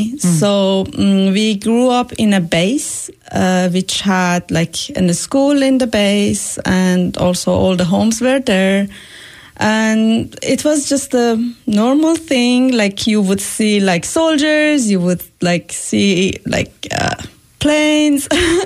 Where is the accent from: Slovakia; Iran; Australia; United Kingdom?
Iran; English is a second language; now in United States; I'm from Iran. I was born in southwest of Iran. Mm-hmm. It's a small religious town in the middle of desert. It's famous for its oil refineries, sandstorms, and hot temperatures.